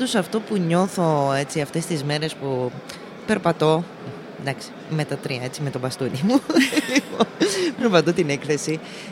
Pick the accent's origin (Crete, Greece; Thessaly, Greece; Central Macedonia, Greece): Central Macedonia, Greece; Thessaloniki; Εγώ είμαι πολύ περήφανη, ναι, που είμαι από τη Θεσσαλονίκη.